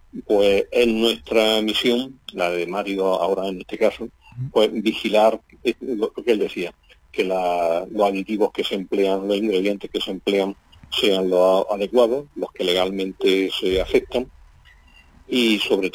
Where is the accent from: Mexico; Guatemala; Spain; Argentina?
Spain; Valdepeñas de Jaén, Andalusia; Me formé aquí en la Universidad de Jaén, en mi tierra. Soy de Valdepeña de Jaén, de aquí, un pueblo de aquí al lado.